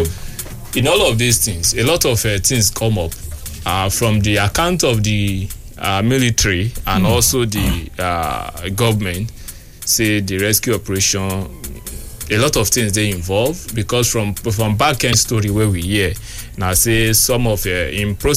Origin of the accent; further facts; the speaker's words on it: Botswana; I come from Botswana.